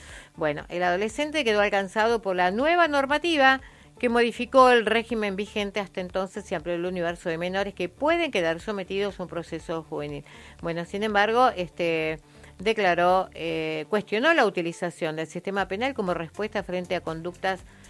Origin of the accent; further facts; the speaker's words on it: General Roca, Río Negro, Argentina; Hola, buenos días … de General Roca.